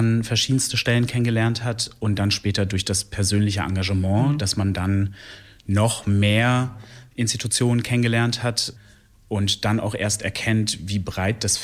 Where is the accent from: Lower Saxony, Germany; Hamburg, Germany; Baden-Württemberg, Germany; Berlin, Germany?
Lower Saxony, Germany; Göttingen; now in Bremen, Germany; Ich bin tatsächlich in Göttingen aufgewachsen.